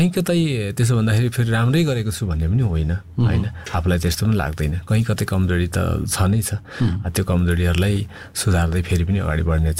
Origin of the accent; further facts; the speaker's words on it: Taplejung, Koshi Province, Nepal; ठ्याक्कै मेरो गाउँदेखि पारिपट्टि कामबाङ गाउँ नै छ कि, उहाँहरूले मलाई देख्नुहुन्छ, मेरो घर देख्नुहुन्छ, म उहाँहरूको घर देख्छु